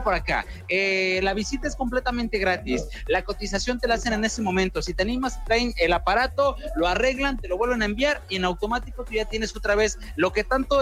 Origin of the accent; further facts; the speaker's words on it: Mexico; como buenas familias mexicanas